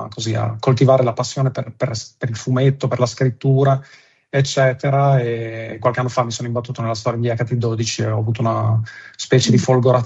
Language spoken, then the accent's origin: Italian; Modena, Emilia-Romagna, Italy; now in Bologna, Italy; Ah, guarda, io sono cresciuto, sono nato e cresciuto a Modena, anche se vivo a Bologna da quasi 30 anni.